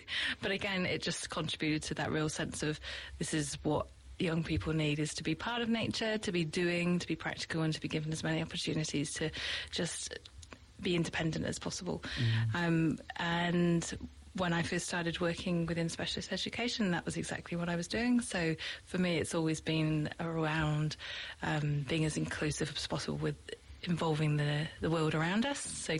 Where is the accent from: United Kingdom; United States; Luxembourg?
United Kingdom; moved away as an adult; now in New Zealand; So clearly my accent is not a Kiwi accent, so I'm from the UK. We moved out here 2026 to New Zealand. Don't plan on going back at any time soon.